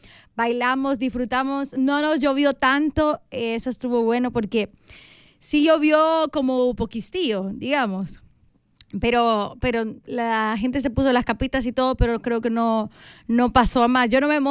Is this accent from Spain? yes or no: no; Soyapango, San Salvador, El Salvador; now in Santa Tecla, El Salvador; como yo crecí en Soya, Oscarito, yo no recuerdo que en Soyapango fuera tan así.